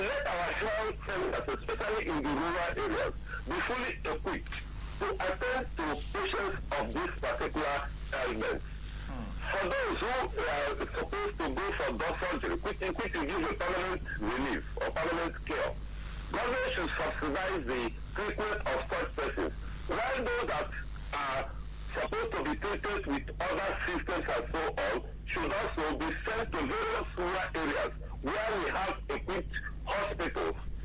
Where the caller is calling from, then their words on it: Imo, Nigeria; calling from Imo State.